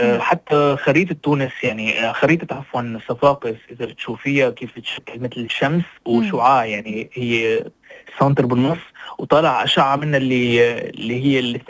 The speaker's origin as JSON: {"language": "Arabic", "country": "Syria", "lives_now": "Sfax, Tunisia", "said": "تخيل يعني مثلا في حتى توانسي، أنا سوري، توانسي مرايحين على قرقنة ولا بيعرفوها أصلا."}